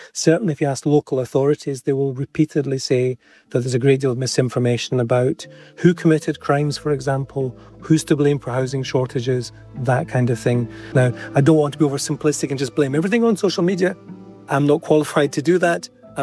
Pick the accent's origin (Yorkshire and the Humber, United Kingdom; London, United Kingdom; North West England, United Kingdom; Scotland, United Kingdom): Scotland, United Kingdom